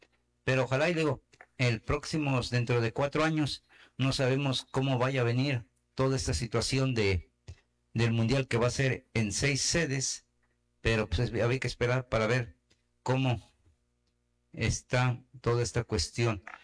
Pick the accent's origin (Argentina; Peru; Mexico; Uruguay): Mexico; ¿cuál es la razón que hoy como mexicanos estamos pagando esta situación?